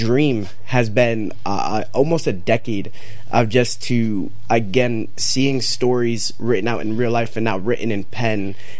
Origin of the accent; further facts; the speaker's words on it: Waterbury, Connecticut, United States; growing up in Connecticut, in Waterbury, Connecticut, it's very similar to Citi Field.